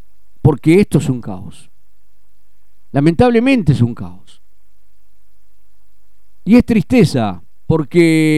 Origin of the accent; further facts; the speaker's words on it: Santa Fe, Argentina; nosotros seguimos como ciudadanos santafesinos